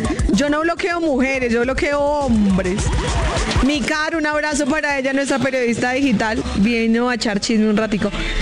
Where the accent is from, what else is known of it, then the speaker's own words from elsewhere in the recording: Boyacá, Colombia; yo soy boyacense.